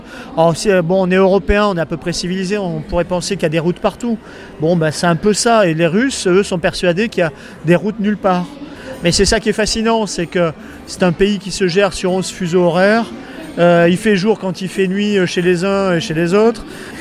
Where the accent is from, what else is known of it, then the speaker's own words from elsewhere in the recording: France; Même moi j'ai pas besoin de visa pour les États-Unis, je suis français.